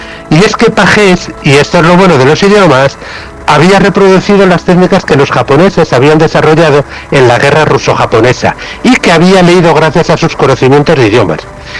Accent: Spain; si lo desconocemos es entre otras cosas porque somos españoles y los españoles tratamos así a nuestros próceres

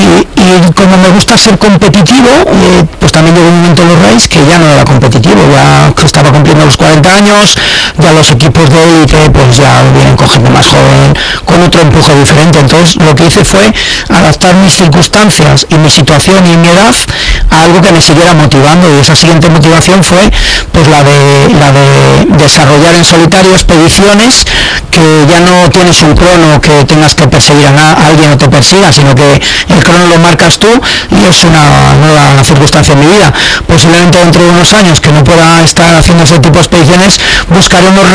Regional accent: Íscar, Castile and León, Spain; Soy castellano y ahí nos hacemos duros.

